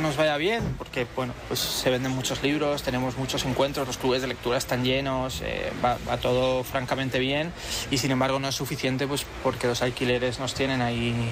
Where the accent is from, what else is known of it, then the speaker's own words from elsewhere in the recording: Madrid, Community of Madrid, Spain; te lo digo yo como madrileño, creo que Madrid se merece que tener la Ibería más antigua de Madrid abierta.